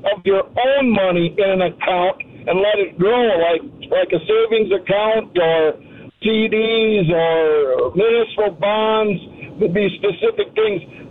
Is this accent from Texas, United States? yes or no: no; Ortonville, Minnesota, United States; I'm from Ortonville, Minnesota. You know the bump on the western Minnesota side?